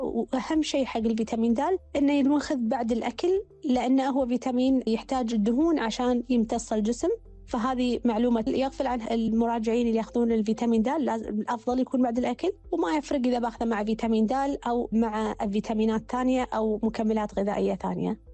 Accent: Kuwait; مثل ما احنا عندنا بالكويت

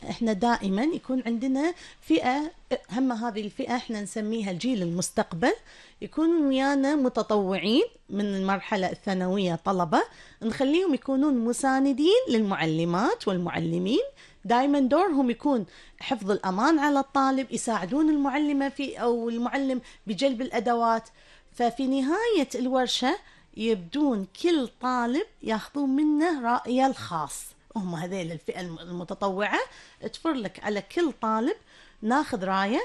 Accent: Kuwait

